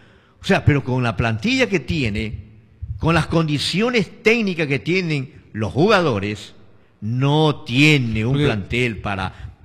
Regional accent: Ecuador

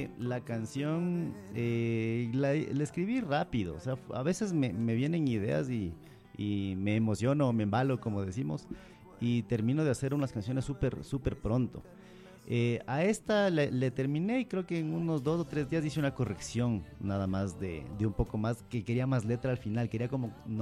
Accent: Quito, Pichincha, Ecuador; la ciudad de Quito, de lo que somos los quiteños

